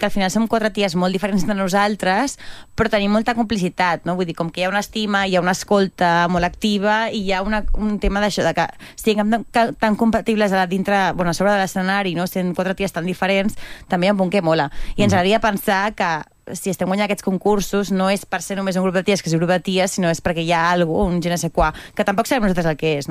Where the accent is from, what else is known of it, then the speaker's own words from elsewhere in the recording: Barcelona, Catalonia, Spain; jo sóc de Gràcia tota la vida, però tot és vivim a Gràcia.